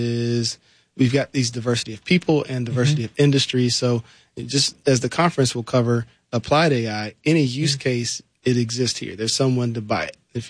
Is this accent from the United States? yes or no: yes; Charlotte, North Carolina, United States; I grew up in Charlotte, North Carolina.